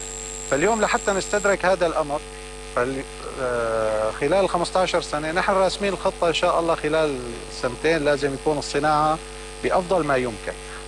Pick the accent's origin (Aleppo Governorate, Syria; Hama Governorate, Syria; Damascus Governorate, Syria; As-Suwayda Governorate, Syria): Aleppo Governorate, Syria; Aleppo; نحن من حلب،